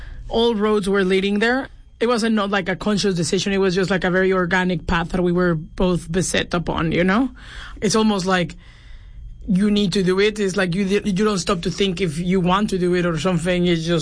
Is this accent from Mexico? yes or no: yes; Mexico; moved away; Yeah, I mean, we were raised in Mexico